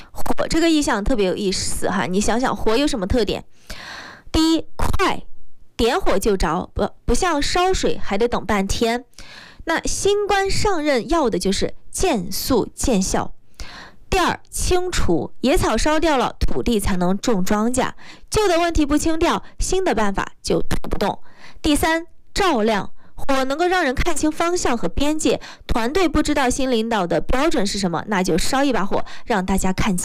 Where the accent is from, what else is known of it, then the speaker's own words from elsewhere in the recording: China; 我们中国人说话特别喜欢用三来表示多次